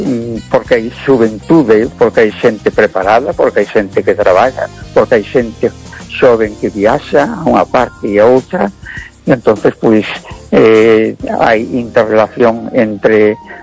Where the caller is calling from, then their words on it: A Coruña, Galicia, Spain; de Coruña.